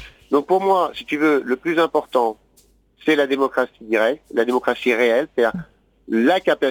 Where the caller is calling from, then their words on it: Paris, Île-de-France, France; je suis un Parisien